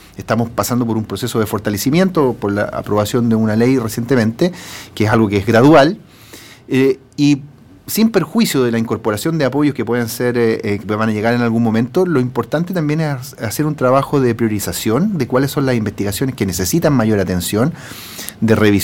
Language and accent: Spanish; Talcahuano, Biobío, Chile; moved away as an adult; also born or lived in Araucanía; Bueno, yo soy originario de esta región, soy de Talcahuano. Nací y me crié en el barrio de La Higuera de Talcahuano. Y estudié en Concepción, en la Alianza Francesa de Concepción, y luego en la Universidad de Concepción estudié Derecho.